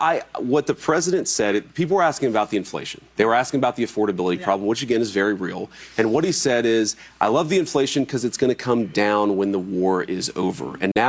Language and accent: English; Middletown, Ohio, United States; that's Middletown, Ohio. That's my hometown in southwestern Ohio. It was a proud steel town.